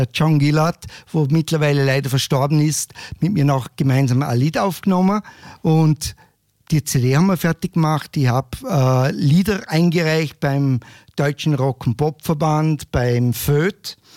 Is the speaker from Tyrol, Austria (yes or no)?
no; Vorarlberg, Austria; Ja, es ist halt, wie gesagt, ich komme ja auch aus Vorarlberg, wie gesagt.